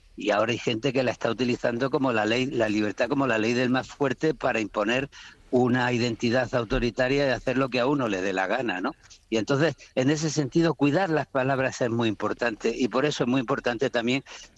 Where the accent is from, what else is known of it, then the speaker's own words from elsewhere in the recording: Granada, Andalusia, Spain; yo como andaluz y de Granada, pues siempre he dicho que no es que los andaluces hablemos peor que los castellanos